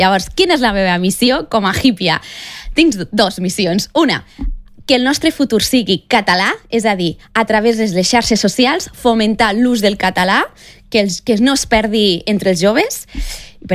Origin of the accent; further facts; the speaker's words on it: Catalonia, Spain; Doncs sóc la catalana indígena perquè tinc ànima indígena, perquè sóc terra, estimo la natura, respecte als animals, i catalana perquè sóc catalana, el meu cor és català, estimo la meva terra